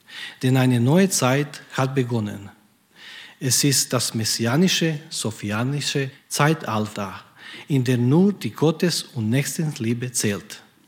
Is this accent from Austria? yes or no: no; Croatia; moved away; Ich komme ursprünglich aus Kroatien